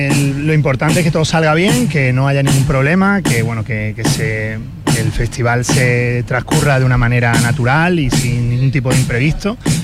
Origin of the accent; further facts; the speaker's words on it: Málaga, Andalusia, Spain; todos los que somos malagueños estamos súper orgullosos